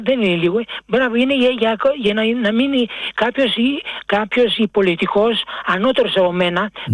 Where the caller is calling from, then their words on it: Glyfada, Attica, Greece; από τη Γλυφάδα.